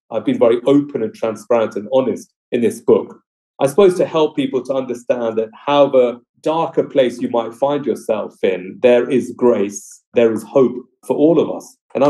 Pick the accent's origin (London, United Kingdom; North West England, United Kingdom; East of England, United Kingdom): East of England, United Kingdom; Watford; how I grew up in Watford, my experiences of growing up in a Hindu home